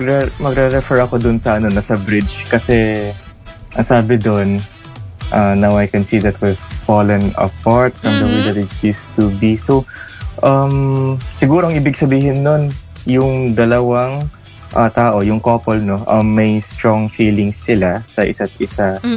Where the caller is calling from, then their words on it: Manila, Metro Manila, Philippines; from Sampaloc, Manila.